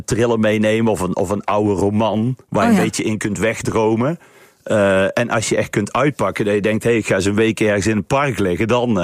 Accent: Best, North Brabant, Netherlands; Nee, maar dus ik ben super blij dat ik uit Best kom.

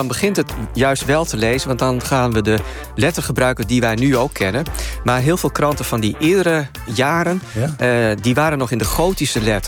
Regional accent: Groningen, Netherlands; En verder, ik kom uit Groningen. Dat is fietsstad nummer 1 in Nederland.

